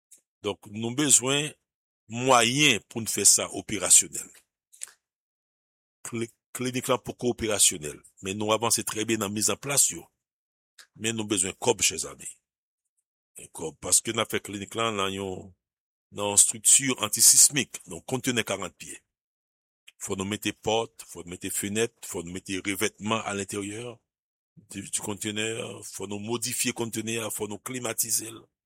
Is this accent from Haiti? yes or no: yes; Haiti; En tant qu'haïtien, nous pas capables de supporter Argentine.